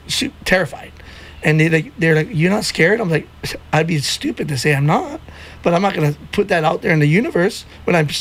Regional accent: Hawaii, United States; As a Hawaiian

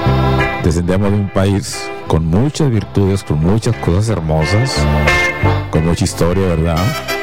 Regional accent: Mexico; como mexicano que soy

